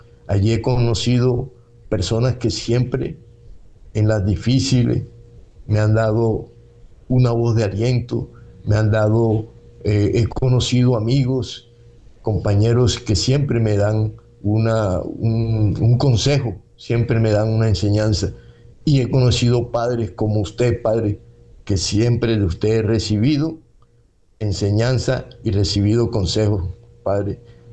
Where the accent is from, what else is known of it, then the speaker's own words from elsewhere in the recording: Barranquilla, Atlántico, Colombia; born there; also born or lived in Orihueca, Magdalena, Colombia; now in Soledad, Colombia; Nací en un corregimiento Orihueca, Magdalena, allí cerca de la zona bananera de Santa Marta, que estuve mucho tiempo. Bueno, soy del Magdalena allí, pero a la edad de 9 años me vine para Barranquilla. Exactamente, me radiqué por allá por Soledad.